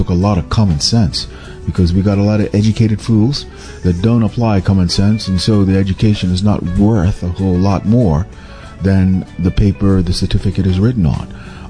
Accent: Bermuda; my heart has never known a home beyond these shores, and it never will. I was born in Bermuda, but more importantly, I was formed by her people

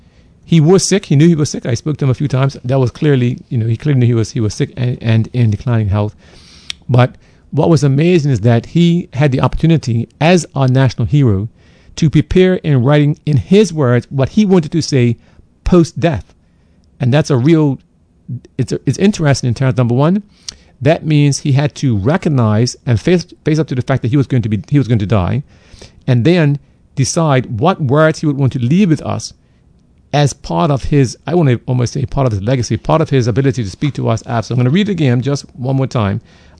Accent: Bermuda; I was born in Bermuda, but more importantly, I was formed by her people, by your resilience, your warmth, your quiet strength, and your unwavering belief that even a small island can stand tall in a vast and often uncertain world.

